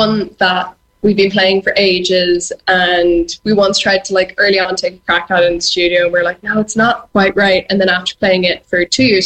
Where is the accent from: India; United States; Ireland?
Ireland; Dublin, Leinster; I used to cycle around there when I was 5 years old.